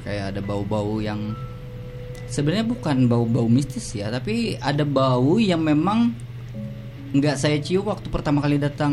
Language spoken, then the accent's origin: Indonesian; Banjarmasin, South Kalimantan, Indonesia; born there; tempat gue itu mungkin entah kenapa ya, mungkin kampung zaman dulu tuh aktivitas Banjar zaman Bahari itu kayak pusatnya di Sungai Jingah